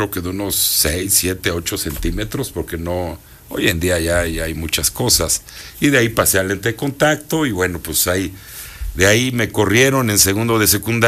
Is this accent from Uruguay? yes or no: no; Puebla, Mexico; born there; Nací en Puebla.